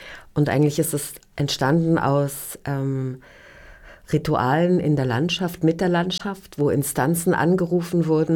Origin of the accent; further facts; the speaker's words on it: Lower Saxony, Germany; Ich komme aus so einer merkwürdig hybriden Stadt, die eigentlich auch eine nationalsozialistische Gründung war, wo Erz gefunden wurde, die dann später als Hermann-Göring-Stadt versucht wurde, umzubenennen